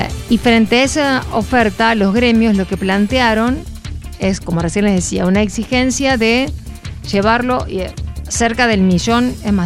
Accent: Argentina

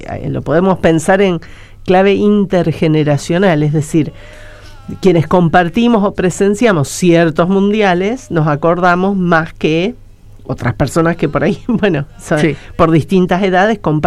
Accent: Argentina; Yo estuve en España a principio de año y cuando tomás un Uber, un taxi, algo, decís, ah, ¿de dónde sos? Argentina.

